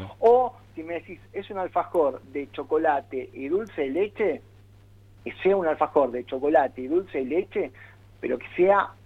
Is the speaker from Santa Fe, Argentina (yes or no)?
no; Buenos Aires, Argentina; yo justo no solo soy bonaerense, sino que vivo en zona sur.